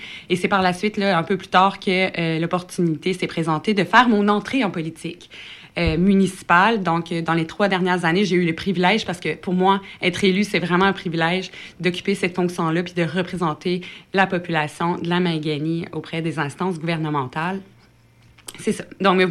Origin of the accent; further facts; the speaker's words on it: Havre-Saint-Pierre, Quebec, Canada; je suis de Havre-Saint-Pierre. On le voit avec mon accent